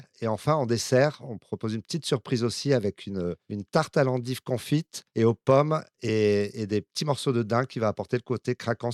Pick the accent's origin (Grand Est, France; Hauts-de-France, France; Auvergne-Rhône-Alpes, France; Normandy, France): Hauts-de-France, France; Marcoing; Moi, forcément, je suis né là. Je suis à Marcoing, c'est ma famille, c'est ma sœur qui a repris l'exploitation.